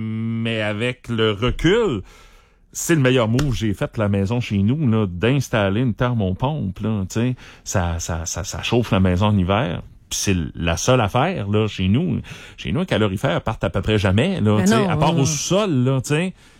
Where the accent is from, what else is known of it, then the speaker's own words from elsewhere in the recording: Rimouski, Quebec, Canada; J'ai grandi à Pointe-au-Père, puis à Rimouski-Est.